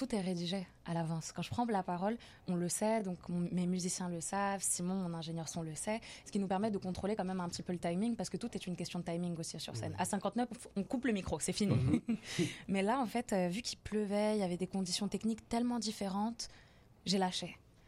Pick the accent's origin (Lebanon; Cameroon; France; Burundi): Cameroon; comme je suis camerounaise